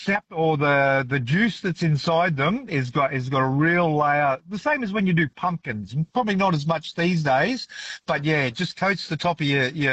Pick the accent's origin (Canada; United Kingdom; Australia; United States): Australia; Brisbane, Queensland; I've just turned 58 this year, and I grew up in Brisbane. So I was a Brisbane boy in the suburbs out around Nogra, Mitchelton, that area.